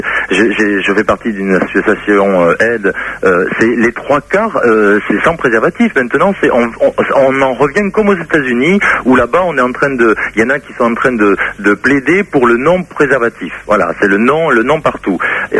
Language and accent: French; Mont-de-Marsan, Nouvelle-Aquitaine, France; born there; moi je suis issu du fin fond du Sud-Ouest. Je vais même dire la ville où je suis né. Je suis né à Mont-de-Marsan, 30 000 habitants.